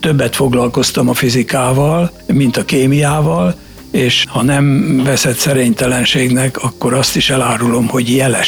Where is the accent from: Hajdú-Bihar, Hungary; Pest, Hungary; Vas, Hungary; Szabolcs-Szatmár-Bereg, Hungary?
Pest, Hungary; Törtel